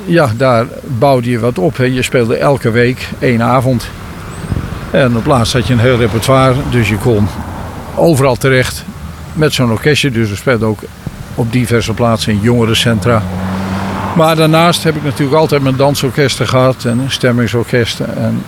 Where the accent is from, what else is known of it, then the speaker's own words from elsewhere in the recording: Drenthe, Netherlands; Maar, nee, ik ben Drent, ik pas me wel af.